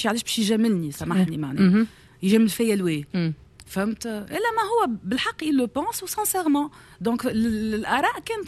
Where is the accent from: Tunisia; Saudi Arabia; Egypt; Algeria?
Tunisia; انا كتونسيه